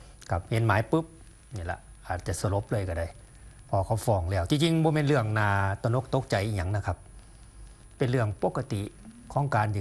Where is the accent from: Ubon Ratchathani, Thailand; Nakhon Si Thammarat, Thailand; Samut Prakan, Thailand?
Ubon Ratchathani, Thailand; now in Bangkok, Thailand; อยู่อุบลอยู่หนองขอนอยู่ทงบุรพานี่แต่ว่าผมไปเฮ็ดงานกรุงเทพไปเซาบ้านอยู่หรือไปอยู่น้ำมูหรือไปอยู่คอนโดก็แล้วแต่